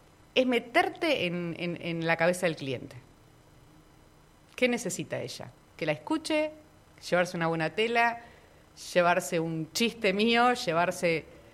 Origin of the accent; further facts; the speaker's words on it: Argentina; Pero no, yo soy de Argentina.